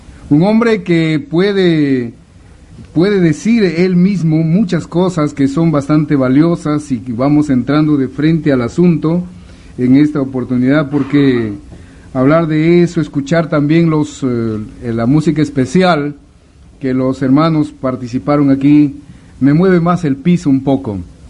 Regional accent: Cajamarca, Peru; moved away; Cajamarca es un departamento de Perú, al norte. Y yo soy cajamarquino.

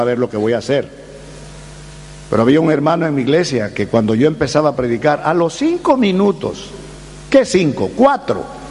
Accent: Chiapas, Mexico; born there; como en la costa de Chiapas, donde yo nací, Chiapas, México, el estado de Chiapas en la costa.

